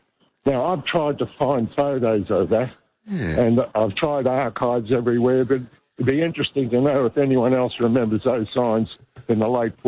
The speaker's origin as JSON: {"language": "English", "town": "Melbourne", "region": "Victoria", "country": "Australia", "tie": "born or raised there", "said": "I grew up in St Kilda in the 40s and early 50s"}